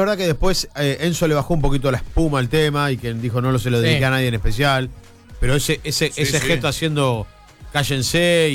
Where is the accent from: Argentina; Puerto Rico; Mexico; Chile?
Argentina; Porque me hago cargo, me incluyo como argentino.